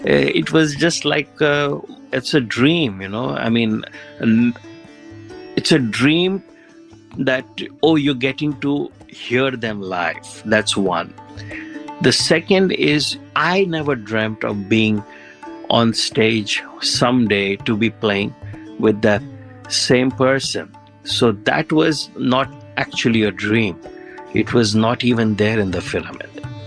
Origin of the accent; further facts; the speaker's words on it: India; So my earliest memory of Ustad Zakir Hussain, just like any other musician or a kid growing up in India, was of a fanboy